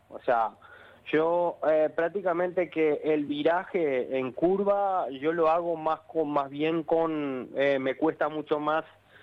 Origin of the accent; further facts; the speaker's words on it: Tacuarembó, Uruguay; also born or lived in Paraguay; now in Misiones, Argentina; Yo soy del centro del país, de Tacuarembó.